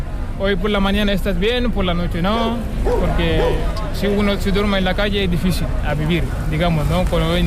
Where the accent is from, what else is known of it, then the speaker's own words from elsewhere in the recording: Lac, Chad; Spanish is a second language; moved away; also born or lived in N'Djamena / Egypt / Libya; Yo soy de Chad, yo nací en capital, se llama N'Djamena, pero desde pequeño fui a vivir con mi abuelo, en un lago de Chad que se llama Lago, y por ahí es desierto